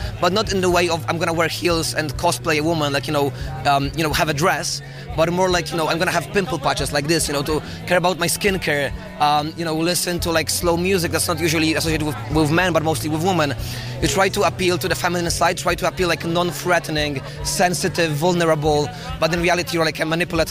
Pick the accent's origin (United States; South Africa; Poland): Poland; English is a second language; now in London, United Kingdom; I'm from Poland. I'm 19. I'm a student in London at UCL right now.